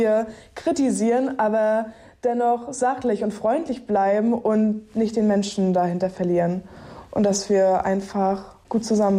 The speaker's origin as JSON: {"language": "German", "town": "Demmin", "region": "Mecklenburg-Vorpommern", "country": "Germany", "said": "ich fühle mich nicht mehr als Ostdeutsch oder als irgendwie Westdeutsch. Ich fühle mich einfach, ja … ich komme aus Demmin."}